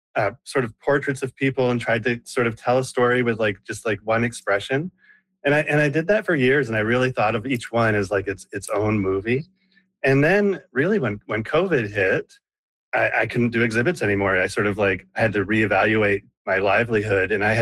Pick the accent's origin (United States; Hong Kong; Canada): Canada; Moncton, New Brunswick; I grew up in Moncton in New Brunswick.